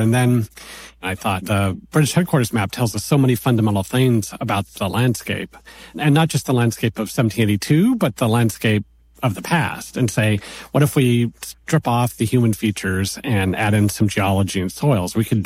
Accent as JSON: {"language": "English", "region": "California", "country": "United States", "moved": "as an adult", "lives_now": "New York City, United States"}